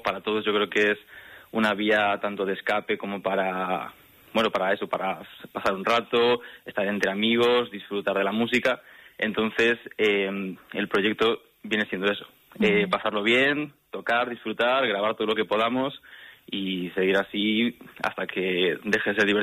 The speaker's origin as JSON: {"language": "Spanish", "town": "A Coruña", "region": "Galicia", "country": "Spain", "said": "yo también soy de Coruña."}